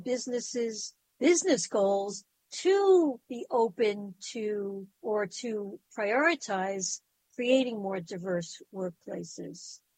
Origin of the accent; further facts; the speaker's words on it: Brooklyn, New York, United States; I'm from Brooklyn, so that's a very different world.